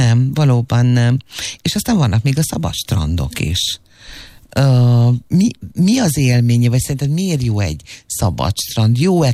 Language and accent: Hungarian; Nagykőrös, Pest, Hungary; born there; amikor fiatal voltam, én Nagykörösön laktam